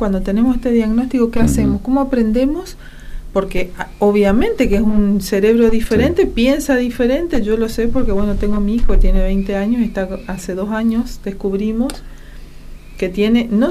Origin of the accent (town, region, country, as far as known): Argentina